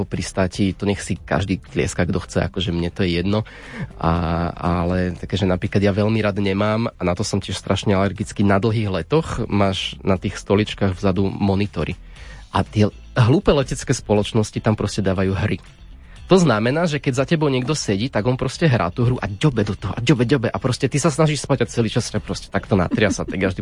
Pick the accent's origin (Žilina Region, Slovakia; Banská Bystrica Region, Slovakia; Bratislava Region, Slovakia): Bratislava Region, Slovakia; born or raised there